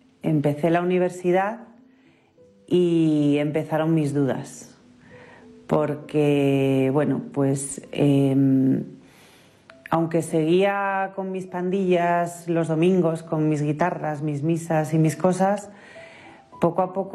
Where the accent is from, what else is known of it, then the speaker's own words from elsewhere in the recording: Salamanca, Castile and León, Spain; Nací en Salamanca, en una familia normal. Me eduqué en un colegio católico de monjas